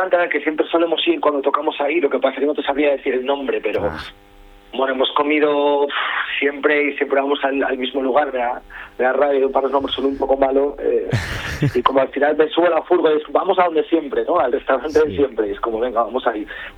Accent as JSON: {"language": "Spanish", "region": "Asturias", "country": "Spain", "said": "al final somos asturianos y los sitios así nos encantan"}